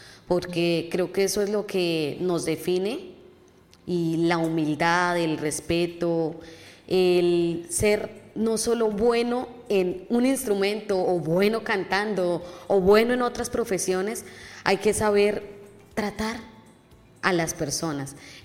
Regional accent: Boyacá, Colombia; no dejo a un lado mis raíces, porque como dice, soy boyacense y mi ruana por delante

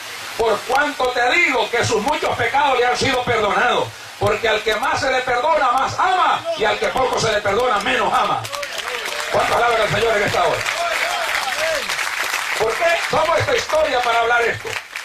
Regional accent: Namasigüe, Choluteca, Honduras; born there; Yo soy hijo de padre salvadoreño. Nacido en Namasigo, en Choluteca, Honduras. Soy catracho de nacimiento.

